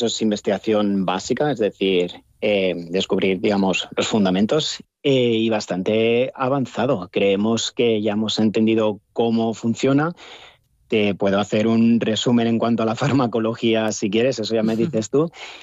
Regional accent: Spain; now in Bonn, Germany; Entonces, yo no soy el único español aquí en Bonn, es que me he encontrado un montón, españoles, italianos

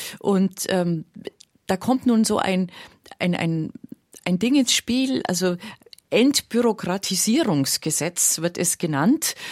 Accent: Bavaria, Germany; Also es ist meine Heimatregion, deswegen kenne ich mich da ein bisschen aus. Also Fellhorn, natürlich beliebtes Skigebiet

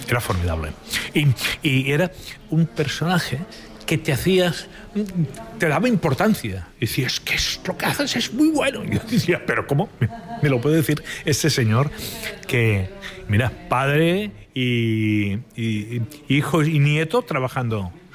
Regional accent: Barcelona, Catalonia, Spain; Yo soy de Sant Andreu, es un barrio que está bastante lejos, pero ir a la Plaza de Cataluña, Paseig de Gràcia número 1, a trabajar.

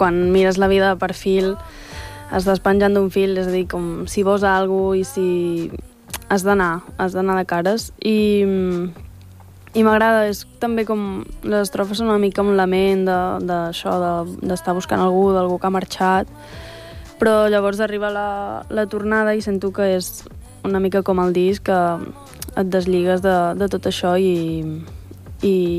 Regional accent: La Bisbal, Catalonia, Spain; Sí, o sigui, bueno, clar, tots som de la Bisbal i és un poble molt petit.

